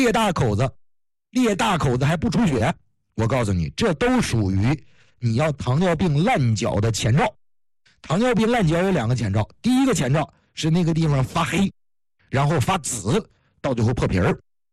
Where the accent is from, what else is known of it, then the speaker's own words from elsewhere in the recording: Northeast China, China; 我是东北人啊，我们东北老家有一句话